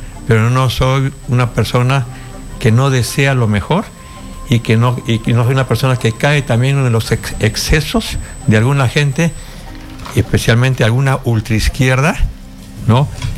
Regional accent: Peru; Aspiro, como peruano, a que haga un buen gobierno.

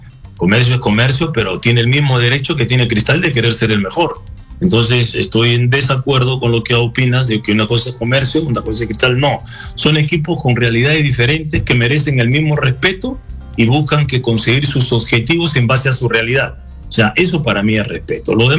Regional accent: Peru

